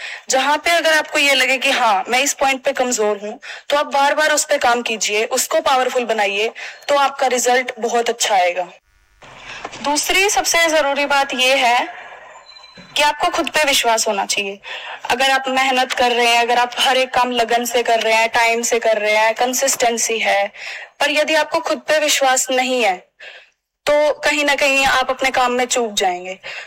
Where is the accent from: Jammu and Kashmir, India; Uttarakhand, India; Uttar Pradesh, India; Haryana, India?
Haryana, India; Hisar; मैं हिसार हरियाणा से रहने वाली हूँ